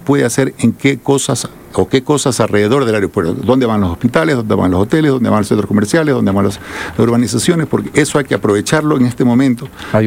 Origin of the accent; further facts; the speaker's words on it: Cuenca, Azuay, Ecuador; also born or lived in Guayaquil; Totalmente apasionado, soy cuencano, sí. También, soy mitad cuencano, mitad guayaquileño. Entonces, quiero a las dos ciudades y a los dos polos de desarrollo.